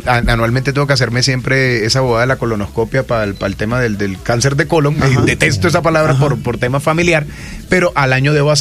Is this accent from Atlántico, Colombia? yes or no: yes; Barranquilla, Atlántico, Colombia; soy barranquillero